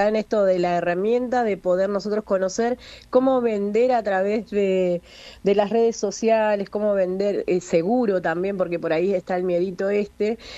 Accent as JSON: {"language": "Spanish", "town": "Las Plumas", "region": "Chubut", "country": "Argentina", "tie": "born or raised there", "said": "yo soy nacida y criada acá en Las Plumas, hoy tengo 47 años."}